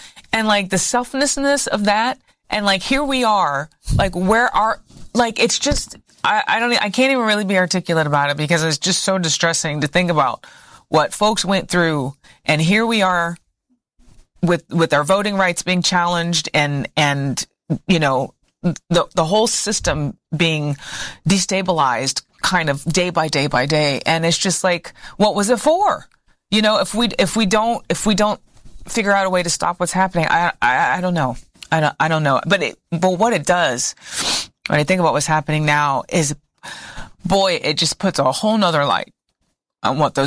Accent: North Carolina, United States; I'm not American. I am, but I'm North Carolinian, and that means something.

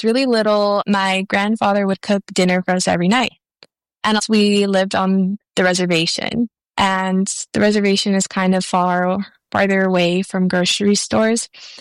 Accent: Tucson, Arizona, United States; born there; I come from the Pascua Yaqui tribe, barrio libre, and new pascua communities in Tucson, Arizona.

